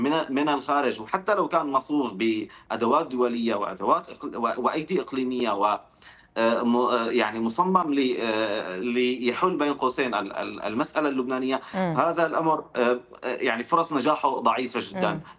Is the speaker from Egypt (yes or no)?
no; Syria; نعمل اليوم كسوريين